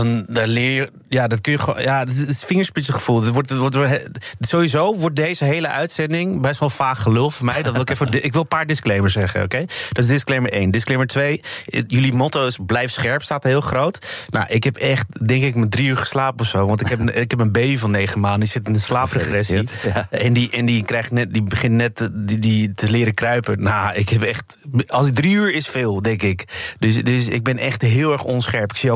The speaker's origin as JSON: {"language": "Dutch", "country": "Poland", "said": "Want ik ben zelf ook Pools."}